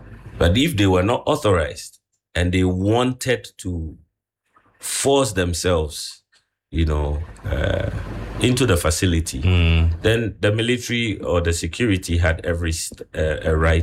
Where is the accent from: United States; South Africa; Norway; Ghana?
Ghana